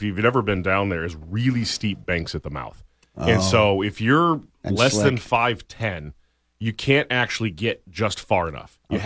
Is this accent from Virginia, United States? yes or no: no; Homer, Alaska, United States; we lucked out growing up in the Homer area.